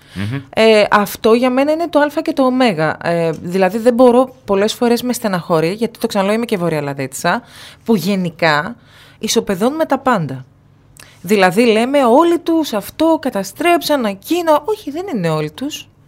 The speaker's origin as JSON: {"language": "Greek", "region": "Eastern Macedonia and Thrace", "country": "Greece", "said": "και εγώ βορειοελλαδίτσα είμαι, η καταγωγή μου είναι από τον Εύρο."}